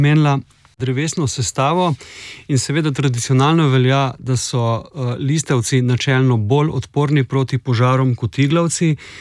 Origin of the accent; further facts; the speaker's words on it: Inner Carniola, Slovenia; Povem konkretno, sam sem doma z Notranjske, tam prevladujejo bukovi gozdovi